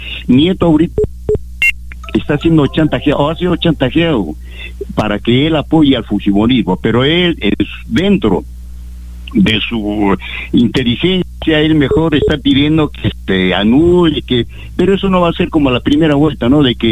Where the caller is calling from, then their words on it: Peru; para poder nosotros como peruanos gobernarnos